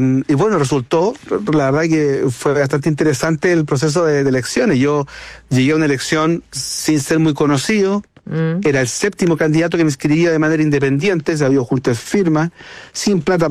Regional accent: Concón, Valparaíso, Chile; porque yo nací en Concón cuando Concón era parte de Viña del Mar.

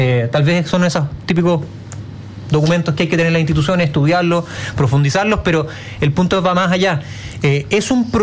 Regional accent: Chile; es realmente imposible poder coordinarnos como chilenos y tener una comprensión respecto a cómo hay que funcionar como sociedad

